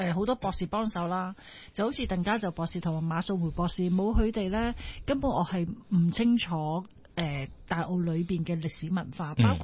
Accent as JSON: {"language": "Cantonese", "country": "Hong Kong", "said": "我哋香港人"}